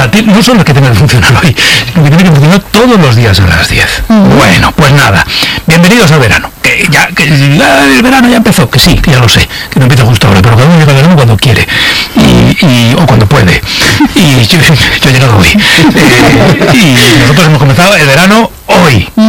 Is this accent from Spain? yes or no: yes; Navarre, Spain; Como yo tengo más años que ellos, soy más navarro que ellos.